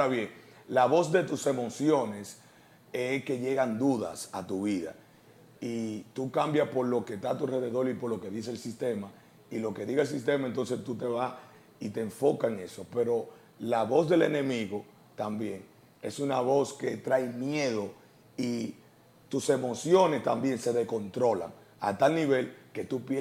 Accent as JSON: {"language": "Spanish", "town": "Sabana Perdida", "region": "Santo Domingo", "country": "Dominican Republic", "tie": "born or raised there", "lives_now": "San Isidro, Dominican Republic", "said": "yo me crié en Sabana Perdida, aunque vivo ahora en San Isidro"}